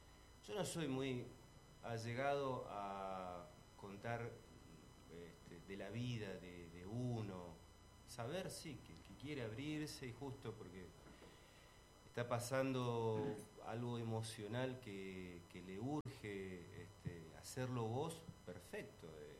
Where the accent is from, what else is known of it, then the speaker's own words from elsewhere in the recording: Neuquén, Argentina; also born or lived in Sierra Grande, Río Negro; Nací en Sierra Grande, bueno, me fui criando en la provincia que está al ladito, en Neuquén.